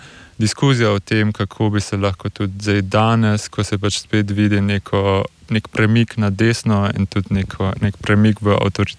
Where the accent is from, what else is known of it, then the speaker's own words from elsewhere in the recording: Bleiburg, Carinthia, Austria; Pač jaz sem iz Piberka in sem tam odraščal in potem vedno gledal dol iz hriba tam na tisto polje